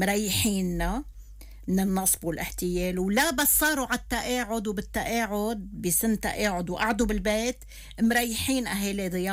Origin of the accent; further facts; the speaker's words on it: Lebanon; بيقولوا عني لبنانية